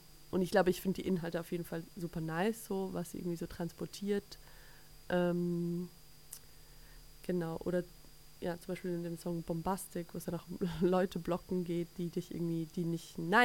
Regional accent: Zurich, Switzerland; moved away; Nee, ich komme aus Zürich.

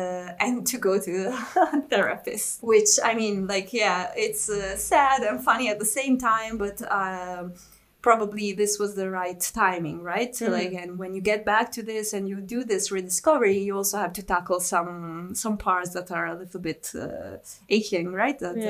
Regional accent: Florence, Tuscany, Italy; born there; English is a second language; also born or lived in Bosnia / Prague, Czech Republic; I spent most of my life in Florence, but I lived for 2 years in Prague, in Czech Republic

